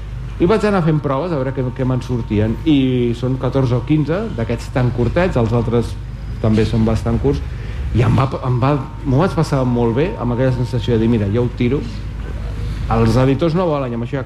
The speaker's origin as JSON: {"language": "Catalan", "town": "Barcelona", "region": "Catalonia", "country": "Spain", "tie": "born or raised there", "also_born_or_lived": "Alicante", "said": "els meus pares van viure a Alacant 8 anys i els últims 3 mesos jo vaig néixer i van venir cap aquí. Sóc barceloní, però oficialment sóc nascut a Alacant"}